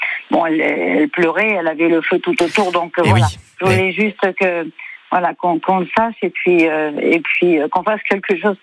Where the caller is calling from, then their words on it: Saint-Cyprien, Occitanie, France; Non, je ne suis pas, à Rodez, je suis à Saint-Cyprien.